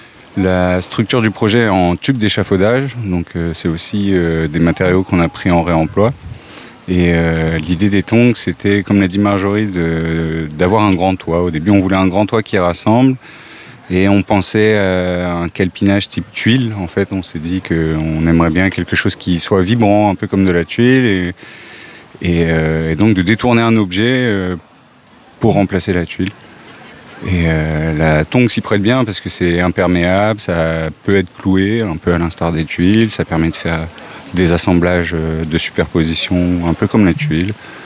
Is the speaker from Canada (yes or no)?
no; Île-de-France, France; moved away as an adult; now in Nantes, France; je suis aussi architecte, j'habite à Nantes comme Marjorie, j'ai grandi en banlieue parisienne, où j'ai fait mes études d'architecture